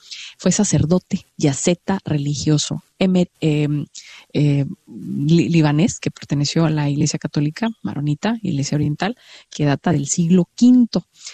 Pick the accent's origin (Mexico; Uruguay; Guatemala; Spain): Mexico; Chihuahua; me casé en la parroquia de San Charbel, en mi ciudad natal, en Chihuahua.